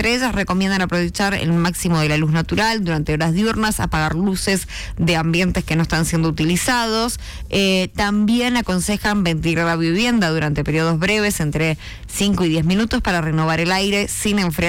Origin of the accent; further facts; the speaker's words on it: Argentina; nosotros somos argentinos